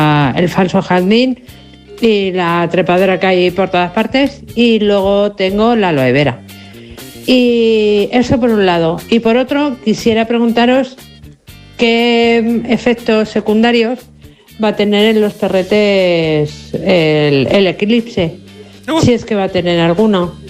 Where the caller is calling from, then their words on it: Leganés, Community of Madrid, Spain; de Leganés.